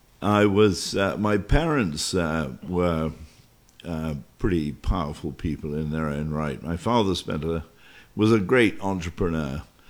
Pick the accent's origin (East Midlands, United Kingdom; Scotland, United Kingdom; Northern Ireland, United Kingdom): Scotland, United Kingdom; accent: Queen's English; also born or lived in London; And born in London, but bred in Scotland. And but my accent is, as probably every listener will guess, is the what we refer to as the Queen's English or the King's English or even Oxbridge